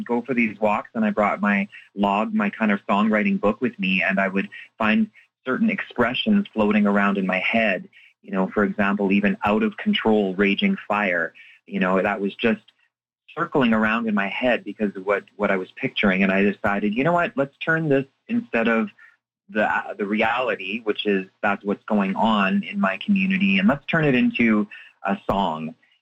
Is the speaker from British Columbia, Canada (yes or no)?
no; Flin Flon, Manitoba, Canada; born or raised there